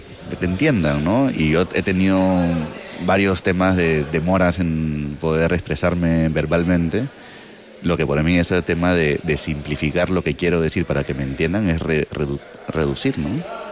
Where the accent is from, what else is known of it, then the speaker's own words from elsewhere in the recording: Quillabamba, Cusco, Peru; siendo de Perú, de Quillabamba, ¿no? Con origen de Quillabamba